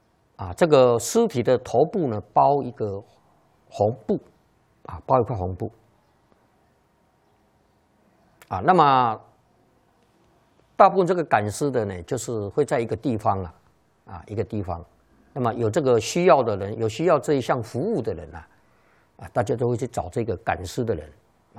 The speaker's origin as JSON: {"language": "Chinese", "country": "China", "said": "那么我们中国人呢，啊，中国的古人呐，都有一个观念。"}